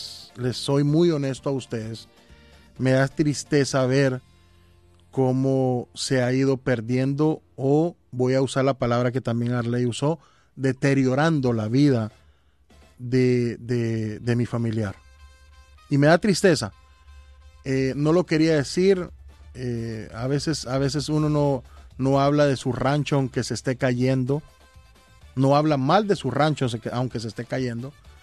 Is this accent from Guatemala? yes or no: yes; Guatemala; moved away; Yo me alejé, yo me vine de Guatemala, se quedó allá